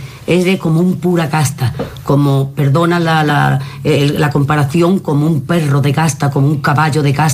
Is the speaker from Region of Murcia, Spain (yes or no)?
no; Andalusia, Spain; yo soy del sur, yo soy andaluza